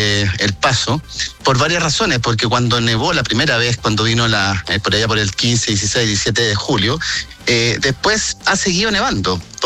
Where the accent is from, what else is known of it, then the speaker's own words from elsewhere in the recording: Los Andes, Valparaíso, Chile; born there; los que nacimos acá en Los Andes